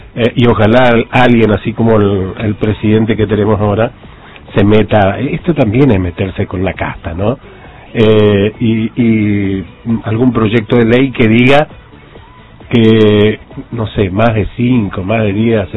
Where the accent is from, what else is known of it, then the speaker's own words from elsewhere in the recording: Formosa, Argentina; somos de Formosa